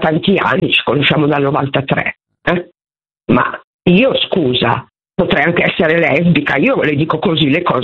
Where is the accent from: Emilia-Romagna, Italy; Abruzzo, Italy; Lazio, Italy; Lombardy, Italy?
Lombardy, Italy; Milan; Guarda che io sono cresciuto a Milano.